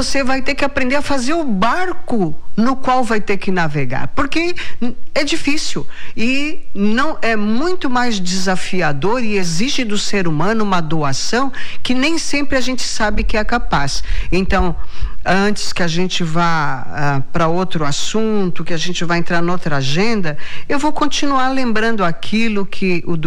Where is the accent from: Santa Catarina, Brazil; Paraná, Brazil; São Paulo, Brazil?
Santa Catarina, Brazil; Tubarão; eu sou de Tubarão, moro e vivo aqui há 3 décadas e meia